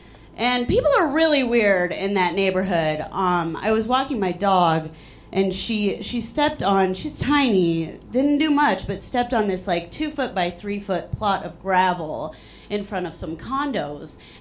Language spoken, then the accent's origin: English; Chicago, Illinois, United States